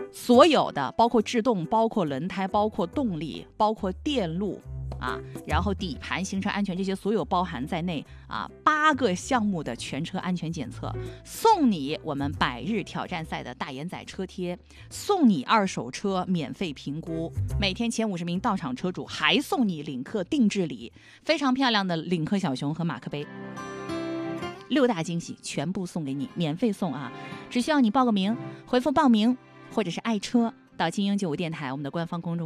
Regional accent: Changsha, Hunan, China; 作为一个长沙人

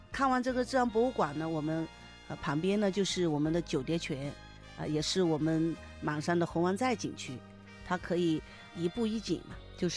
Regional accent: Hunan, China; 我们湖南人

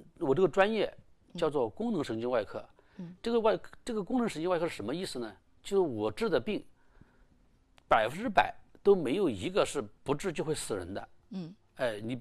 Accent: China

